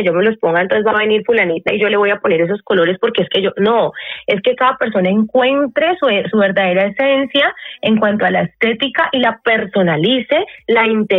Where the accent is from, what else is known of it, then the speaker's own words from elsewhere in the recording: Cali, Valle del Cauca, Colombia; yo soy así, una caleña arrebatada